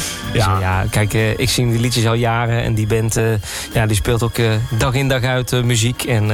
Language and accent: Dutch; North Brabant, Netherlands; Ja, nee, zeker bij ons in Brabant. Dat is gewoon hartstikke top.